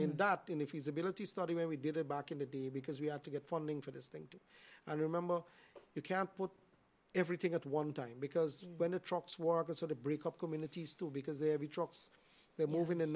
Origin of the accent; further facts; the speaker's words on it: Vreed en Hoop, Essequibo Islands-West Demerara, Guyana; I born and raised in Vidinoop.